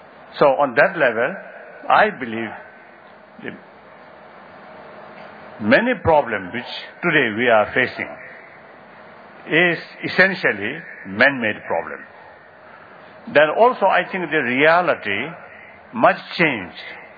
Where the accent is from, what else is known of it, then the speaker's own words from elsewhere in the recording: Tibet, China; I come from Tibet